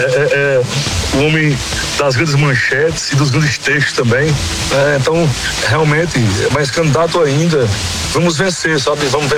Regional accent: Marizópolis, Paraíba, Brazil; born there; seja muito bem-vindo à minha terra, Marisópolis.

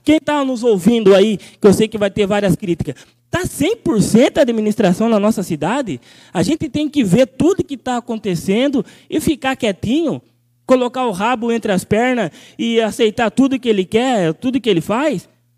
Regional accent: Igaraçu, Brazil; Nós nascemos aqui em Igaraçu e vivemos sempre

